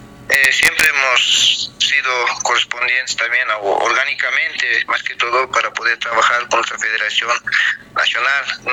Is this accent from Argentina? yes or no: no; Bolivia; nuestros derechos como bolivianos que somos realmente